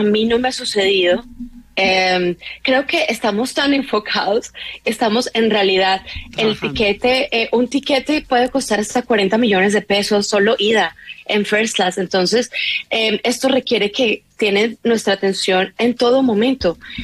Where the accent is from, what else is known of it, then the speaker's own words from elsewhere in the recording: Colombia; por ser colombiana y bella